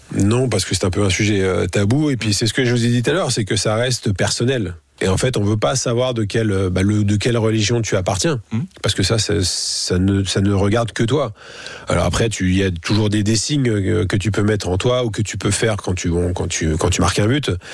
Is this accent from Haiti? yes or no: no; Reims, Grand Est, France; born there; Je viens d'une famille qui est catholique, Portugal, France. Vous l'avez dit, je suis né à Reims.